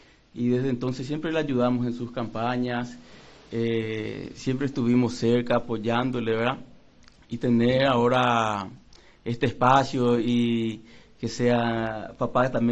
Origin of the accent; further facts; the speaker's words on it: Brazil; De mi familia, entre toda mi familia, yo fui el que nací en el Brasil, por ende soy brasilero, estudié en el Brasil, pero me considero más un brasiguayo, ¿verdad? Uh-huh. Soy hijo de paraguayo, mi mujer es paraguaya, mis tres hijos son paraguayos y yo trabajo en el Paraguay, solo vivo en el Brasil prácticamente